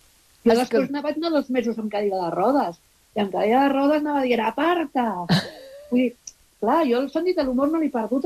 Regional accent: Barcelona, Catalonia, Spain

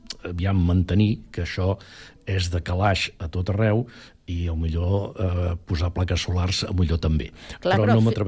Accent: Catalonia, Spain

